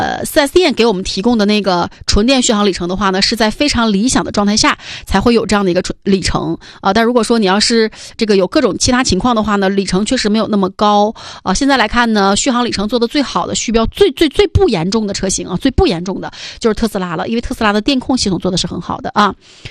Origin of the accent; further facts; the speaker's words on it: Northeast China, China; 咱们都是东北老乡啊，咱们东北人